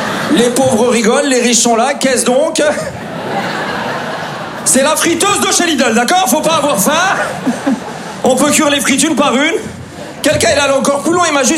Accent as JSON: {"language": "French", "region": "Grand Est", "country": "France", "tie": "born or raised there", "said": "Et les amis, j'ai grandi en Alsace avec la forte présence de la communauté turque."}